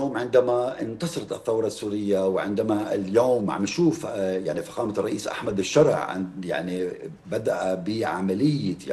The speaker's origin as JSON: {"language": "Arabic", "country": "Lebanon", "said": "نحن طبعا كلبنانيين"}